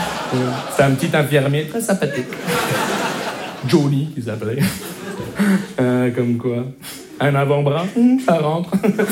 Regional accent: Montreal, Quebec, Canada; Bonjour, je me présente … je viens de Montréal.

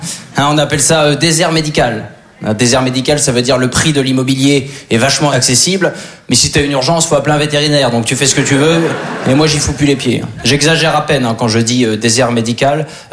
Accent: Normandy, France; Alors moi, je suis originaire de Basse-Normandie.

